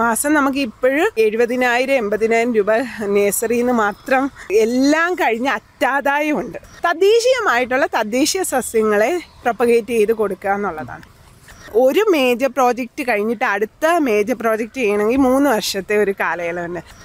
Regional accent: Onattukara, Kerala, India; born there; ഞാൻ ഓണാട്ടുകരയാണ് ജനിച്ചത്. അപ്പോൾ ഒരു കാർഷിക സംസ്കാരമുള്ള നാടാണ്, ജീവിത രീതിയുള്ള നാടാണ്.

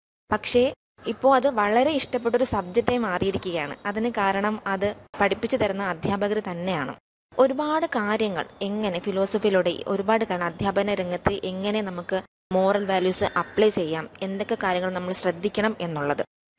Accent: Kerala, India; ഞാൻ ചെറിയങ്ങാട് സ്വദേശിനിയാണ്.

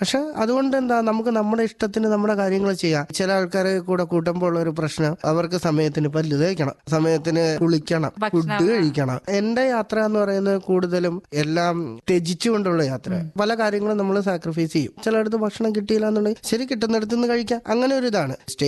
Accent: Thiruvananthapuram, Kerala, India; എന്റെ സ്വദേശം തിരുവനന്തപുരം ആയതുകൊണ്ട്

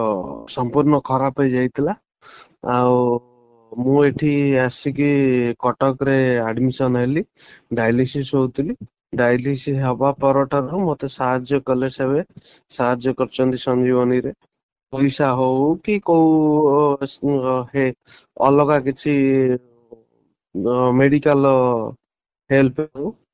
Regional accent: Jalasarapur, Odisha, India; ମୋ ଗାଁ ନାଁ ହେଲା ଜଳସରପୁର ସୁଲଣ ପୋଷ୍ଟ ନନ୍ଦିପଦା ଥାନା ଡିଷ୍ଟ୍ରିକ୍ଟ କେଉଁଝର।

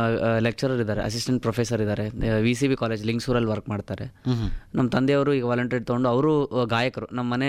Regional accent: Raichur, Karnataka, India; also born or lived in Pune; ನಾನು ಮೂಲತಃ ರಾಯಚೂರಿನವನು. ರಾಯಚೂರಲ್ಲೇ ಹುಟ್ಟಿ ರಾಯಚೂರಲ್ಲೇ ಬೆಳೆದಿದ್ದು.

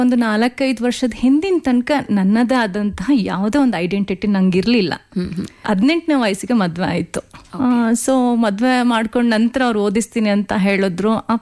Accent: Bengaluru, Karnataka, India; also born or lived in Dwaralu, Sira taluk; ನಾನು ಹುಟ್ಟಿ ಬೆಳೆದಿದ್ದು ಮೂಲತಃ ಬೆಂಗಳೂರು. ನಮ್ದು ಸ್ವಂತ ಊರು ಬಂದು ಶಿರಾ ತಾಲೂಕಿನ ದ್ವಾರಾಳು ಅನ್ನೋ ಒಂದು ಗ್ರಾಮ.

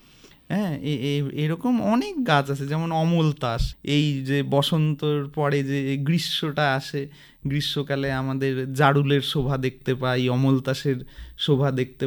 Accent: West Bengal, India; মূলত আমরা যারা উত্তরবঙ্গের বাসিন্দা

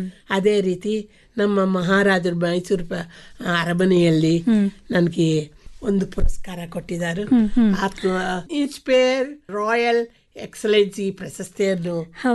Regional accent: Andhra Pradesh, India; now in Mysore, India; ಆಂಧ್ರದವಳು, ಕರ್ನಾಟಕ ಮೈಸೂರಲ್ಲಿದ್ದರೆ ಕನ್ನಡದವಳು ಅಂತ ಹೇಳ್ತೀನಿ. ಆಂಧ್ರ ಪ್ರದೇಶ ಹುಟ್ಟಿದ ಊರಾದರೆ ಮೈಸೂರು ಅತ್ತೆ ಮನೆ ಆಗಿದೆ ನನಗೆ.

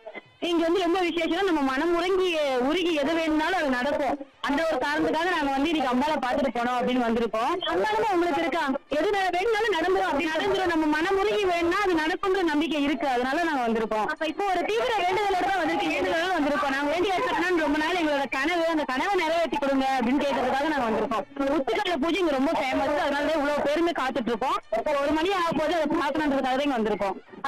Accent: Tamil Nadu, India; நானும் திண்டுக்கல் மாவட்டத்து

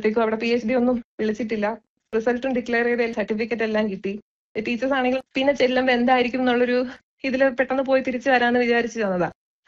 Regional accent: Thiruvananthapuram, Kerala, India; ഞാൻ തിരുവനന്തപുരം സ്വദേശിനിയാണ്.

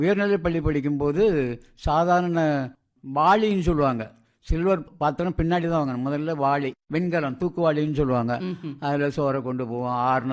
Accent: Madhusudhanapuram, Tamil Nadu, India; முதலில் நான் குளத்துளை ஊரில் 1வது வகுப்பு முதல் 5வது வகுப்பு வரை பயின்றேன். என்னுடைய சொந்த ஊர் பறக்கைக்கு அருகில் உள்ள மதுசூதனபுரம்.

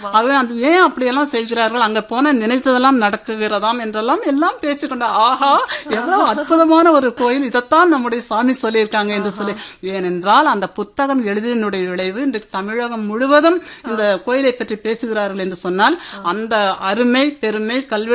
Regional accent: Coimbatore district, Tamil Nadu, India; நான் கோவை மாவட்டத்தை சேர்ந்தவளே

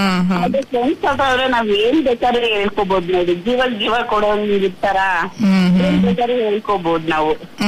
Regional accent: Shivamogga, Karnataka, India; ಸಣ್ಣದ್ರಿಂದ ನಾವು ಶಿವಮೊಗ್ಗದಲ್ಲಿ ಜೊತೆಗೆ ಬೆಳೆದಿದ್ದು, ಈಗ ಭದ್ರಾವತಿಯಲ್ಲಿ ಭೂತನ್ ಗುಡಿಯಲ್ಲಿ ಅವಳು ಮದುವೆಯಾಗಿ ಬಂದಿದ್ದಾಳೆ, ನಾನು ಮದುವೆಯಾಗಿ ಇಲ್ಲೇ ಇದ್ದೀನಿ.

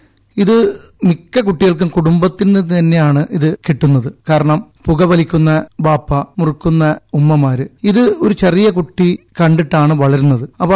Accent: Kavaratti, Lakshadweep, India; ഞാൻ കവരത്തി സ്വദേശിയാണ്.

